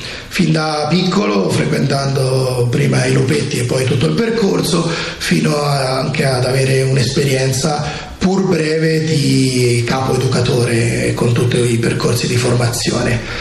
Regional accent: Ancona, Marche, Italy; also born or lived in Jesi; Io sono marchigiano, vengo da una famiglia del centro Marche, la zona dello Jesino per intenderci, sono nato a Jesi, in realtà però sono cresciuto ad Ancona, quindi mi considero anconetano.

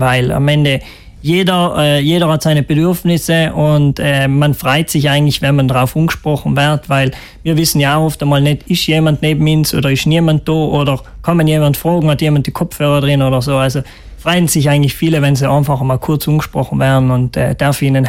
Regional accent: Trentino-Alto Adige, Italy; Also nächstes Jahr sind wir Südtiroler wieder dran, es zu organisieren.

